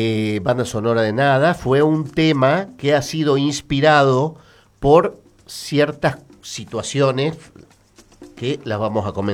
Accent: Argentina

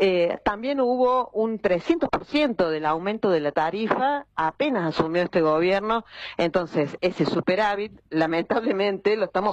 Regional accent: Córdoba, Argentina; accent: cordobés; now in Buenos Aires, Argentina; Soy de Córdoba, pero sí vivo acá en Buenos Aires.

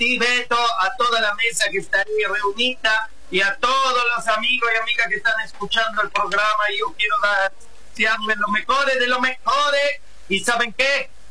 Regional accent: Quilmes, Buenos Aires Province, Argentina; Somos de Quilmes, sí. Sí, muy cerca de la radio, como 20 cuadras.

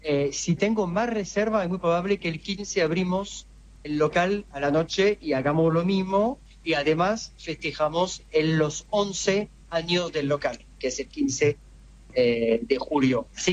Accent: France; accent: French; Spanish is a second language; pero yo no tengo problema con el acento. O sea, ¿no? Si yo tengo un acento bien francés, que voy a criticar yo.

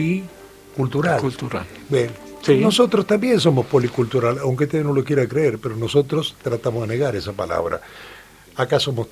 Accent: Argentina; no sé dónde vamos ni que somos los argentinos

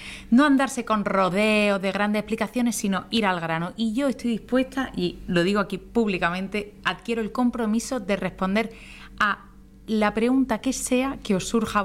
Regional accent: Spain; moved away as an adult; now in Argentina; soy una chica española de 33 años a la puerta de los 34, que me quedan unas semanitas

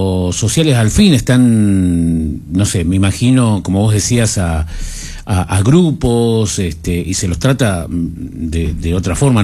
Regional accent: Patagonia, Argentina; nosotros que somos patagónicos

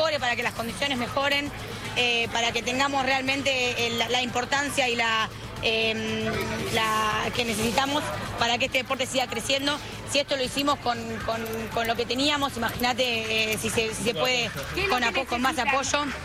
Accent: Argentina; Sí, sabemos que somos como argentinas, todo cuesta un poquito más

